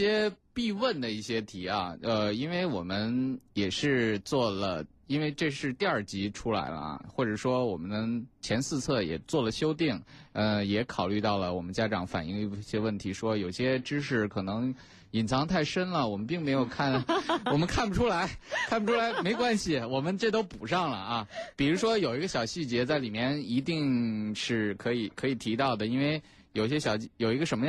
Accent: China

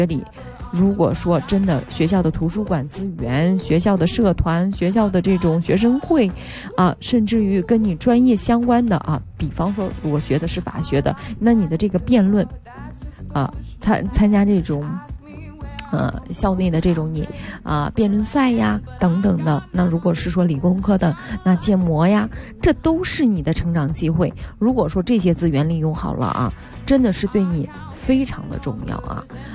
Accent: Yan'an, Shaanxi, China; 我们延安

